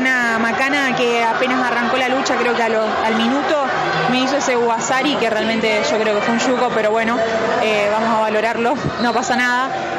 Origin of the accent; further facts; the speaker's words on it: Rosario, Santa Fe, Argentina; Hoy por hoy somos 3 atletas de Rosario, viste, representando los Juegos